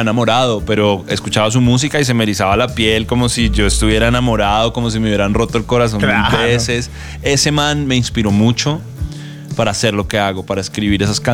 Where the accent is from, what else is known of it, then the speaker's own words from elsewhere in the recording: Bogotá, Bogotá Capital District, Colombia; also born or lived in Cartagena, Colombia; de Colombia, nací en Cartagena, pero crecí en Bogotá, en la capital, entonces esas son las dos ciudades de mi amor